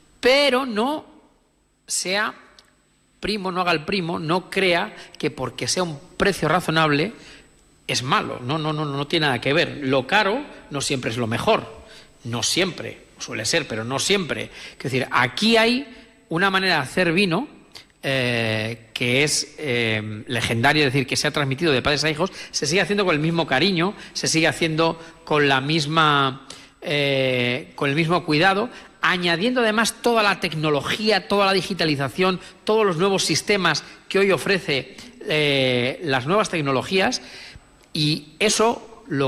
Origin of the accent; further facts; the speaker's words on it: Castilla-La Mancha, Spain; Soy de La Mancha